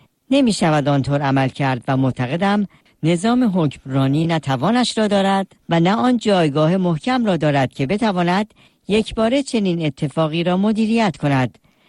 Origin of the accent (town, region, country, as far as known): Iran